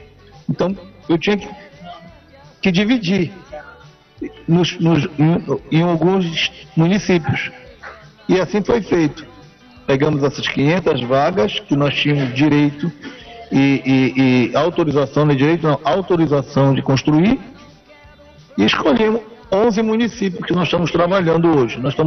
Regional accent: Pará, Brazil

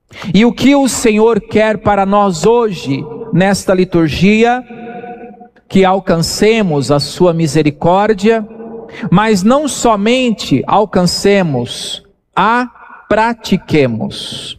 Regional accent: Brazil

